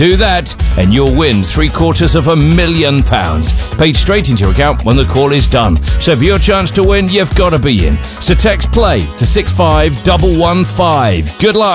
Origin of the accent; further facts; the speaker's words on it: Wales, United Kingdom; I can do that because I'm from Wales.